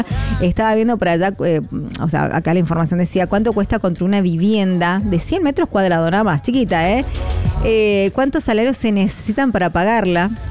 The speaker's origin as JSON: {"language": "Spanish", "region": "Mendoza", "country": "Argentina", "said": "todos somos vecinos acá, mendocinos"}